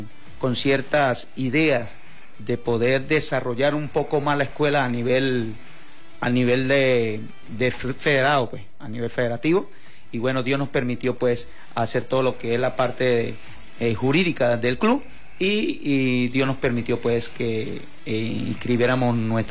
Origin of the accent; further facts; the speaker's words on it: Rubio, Táchira, Venezuela; moved away; vengo del estado Táchira, soy de Rubio, estado Táchira